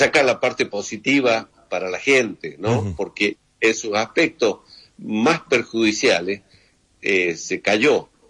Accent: Chilecito, La Rioja, Argentina; also born or lived in Mendoza; viajamos porque había un potencial desarrollo en ese momento agrícola en zona de Chilecito y llegamos con esa misi

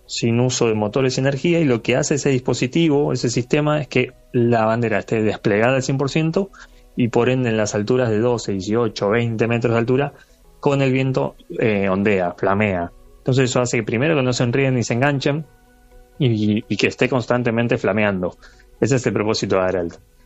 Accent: Quilmes, Buenos Aires Province, Argentina; born there; Yo soy de Buenos Aires. Yo nací en la ciudad de Quilmes. Bueno, vivo actualmente en Wilde, en Avellaneda, la zona sur de la provincia de Buenos Aires, pero bueno, tengo familia en Córdoba

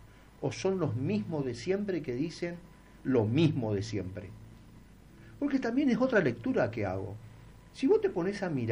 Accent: Argentina; como cualquier argentino de bien.

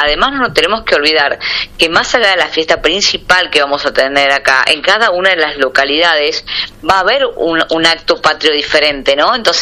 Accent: Tucumán, Argentina; que estemos todos orgullosos como tucumanos

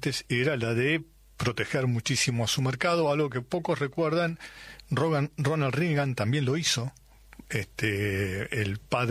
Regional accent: Italy; uno porque soy italiano y entonces utilizo los métodos atávicos, no los actuales

